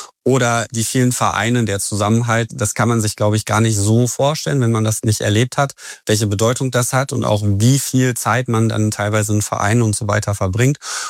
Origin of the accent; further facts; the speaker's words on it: Warstein, North Rhine-Westphalia, Germany; Also, da fange ich natürlich an bei meiner Heimatstadt Warstein